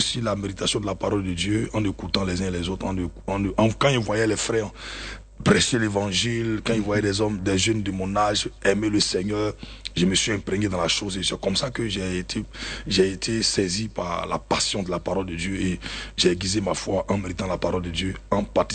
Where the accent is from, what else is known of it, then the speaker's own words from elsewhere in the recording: Bouaké, Vallée du Bandama, Côte d’Ivoire; père de 4 enfants, marié, originaire de Boaké, au centre de la Côte d'Ivoire.